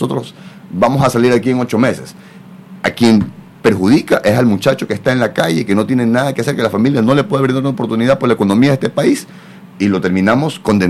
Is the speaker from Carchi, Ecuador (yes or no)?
no; Guayaquil, Guayas, Ecuador; En Guayaquil, nosotros que somos guayaquileños sabemos que Guayaquil es una ciudad que está a metro y medio sobre el nivel del mar